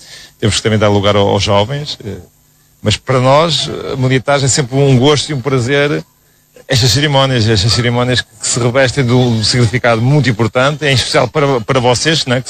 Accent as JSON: {"language": "Portuguese", "region": "Braga", "country": "Portugal", "said": "Sou de Braga, sim, sou de Braga."}